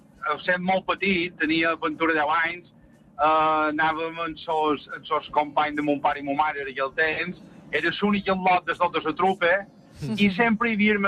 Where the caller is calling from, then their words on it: Ses Salines, Balearic Islands, Spain; de Ses Salines.